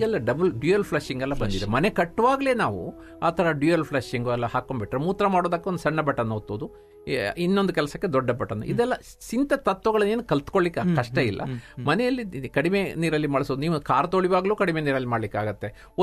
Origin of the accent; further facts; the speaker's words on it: Padre, Kerala, India; ನನ್ನ ಗ್ರಾಮ ಪಡ್ರೆ